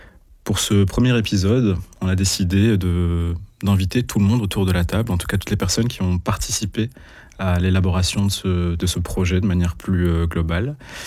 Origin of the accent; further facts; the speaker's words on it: Belgium; born there; Moi j'ai 34 ans, je suis algérien de Belgique